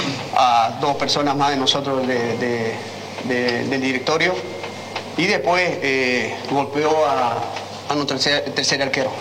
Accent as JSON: {"language": "Spanish", "country": "Bolivia", "said": "Yo soy boliviano"}